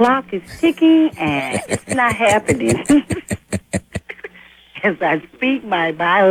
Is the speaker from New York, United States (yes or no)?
no; Missouri, United States; I'm from Missouri, yeah.